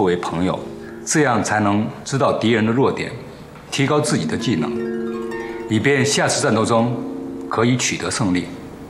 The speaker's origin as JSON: {"language": "Chinese", "country": "Japan", "second_language": "Chinese", "said": "你恨日本人是因为你是一个有血性的中国人，我也恨侵略我们国家的人，我们日本人也很佩服爱国的人"}